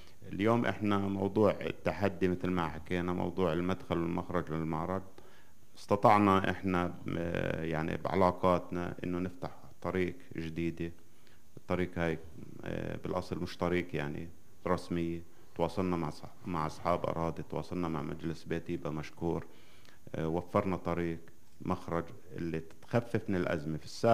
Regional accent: Palestine; هاي التحديات بصراحة إحنا كشعب فلسطيني كل يوم في كل دقيقة في عنا شيء جديد،

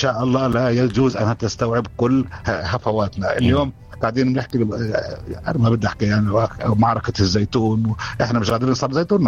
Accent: Palestine; أنا أكون كفلسطيني

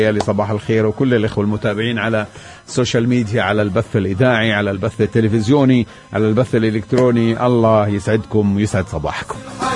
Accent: Palestine; أنه إحنا كفلسطينيين تعاملنا مع المستوطنات وعملنا في المستوطنات وفي شق الطرقات

